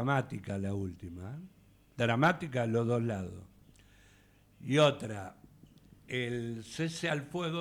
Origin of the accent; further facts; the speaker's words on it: Villa Luzuriaga, Buenos Aires Province, Argentina; born there; Yo nací ahí al lado, en Villa Luzuriaga.